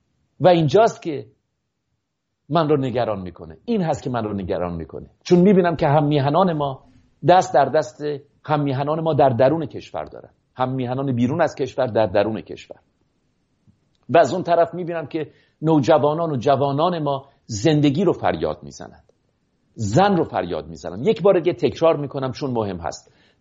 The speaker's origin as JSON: {"language": "Persian", "country": "Iran"}